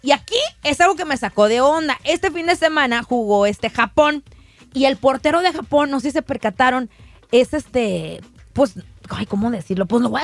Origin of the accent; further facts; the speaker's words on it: Mexico; now in California, United States; es que yo todos los saco en metros, pues soy mexicana.